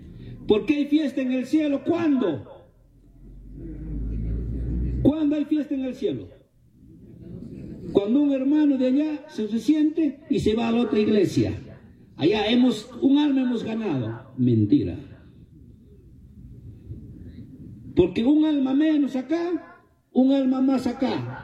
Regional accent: Cerro de Pasco, Pasco, Peru; moved away as an adult; now in Lima, Peru; yo soy de Cerro de Pasco, si bien ahora por el cargo que tenemos, estamos permanente en Lima, pero yo siempre estoy viajando a Cerro de Pasco

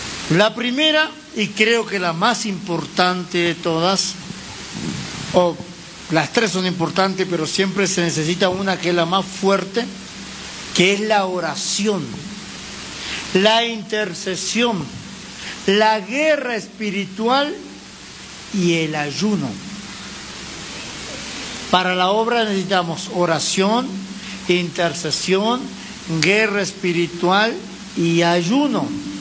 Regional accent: Argentina; yo soy de la República Argentina.

